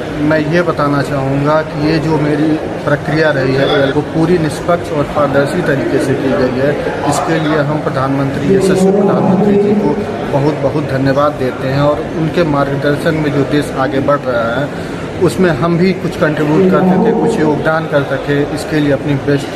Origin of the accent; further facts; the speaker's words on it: Gorakhpur, Uttar Pradesh, India; मैं गोरखपुर का रहने वाला हूँ।